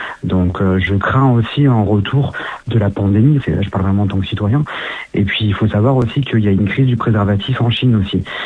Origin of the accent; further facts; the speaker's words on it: Nice, Provence-Alpes-Côte d'Azur, France; Moi, je suis pas de Paris, je suis de Nice.